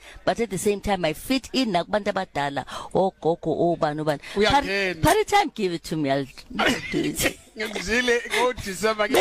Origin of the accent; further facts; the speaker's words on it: Cape Town, Western Cape, South Africa; We are from Cape Town. We are from everywhere.